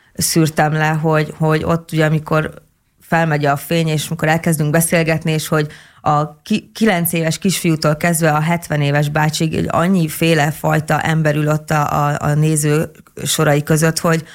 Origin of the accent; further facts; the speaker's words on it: Fehérgyarmat, Szabolcs-Szatmár-Bereg, Hungary; born there; Fehérgyarmaton születtem.